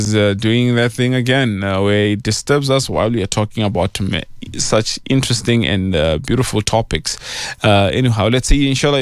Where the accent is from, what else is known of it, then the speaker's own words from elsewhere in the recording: Pretoria, Gauteng, South Africa; And now we are moving all the way to my hometown, Attridgeville, Pelly.